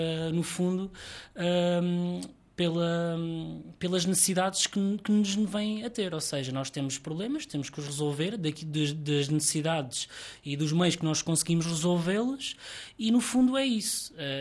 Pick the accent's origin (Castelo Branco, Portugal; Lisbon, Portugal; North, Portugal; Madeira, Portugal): Castelo Branco, Portugal; Souto da Casa; É verdade que sou nascido e criado no Souto Casa, conheço o Souto Casa, conheço as pessoas do Souto Casa